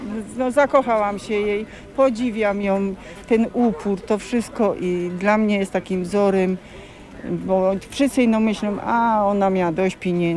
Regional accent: Pszczyna, Silesian Voivodeship, Poland; My tutaj jesteśmy jakby z pradziada. Nie mam takiego, że się tu przyszło, tylko jestem stąd, dziołcha z Pszczyny.

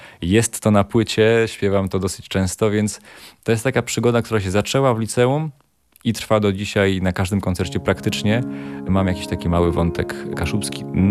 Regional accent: Pomeranian Voivodeship, Poland; Mój tata jest z Mazowsza, ale tutaj się urodziłem, tutaj żyję od urodzenia. I tak, jestem bardzo dumny i szczęśliwy z tego, że jestem stąd.

